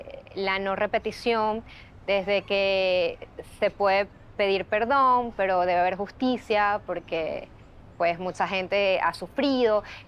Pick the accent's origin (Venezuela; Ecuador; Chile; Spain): Venezuela; Pero es ganas, porque muchas veces te apremia a ti también como venezolano las mismas dificultades por las que pasan otros.